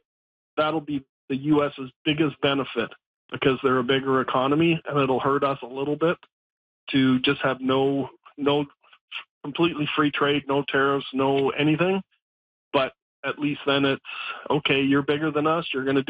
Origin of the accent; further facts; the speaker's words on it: Canada; But it's going to hurt me just because I'm Canadian and just what's going on.